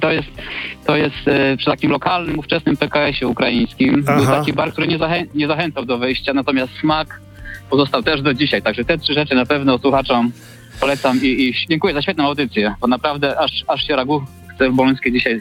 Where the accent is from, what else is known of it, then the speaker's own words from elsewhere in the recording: Greater Poland Voivodeship, Poland; Mamy czy babci, nie wiem, tam u nas, bo ja z Wielkopolski, to u nas taka na przykład pojtka była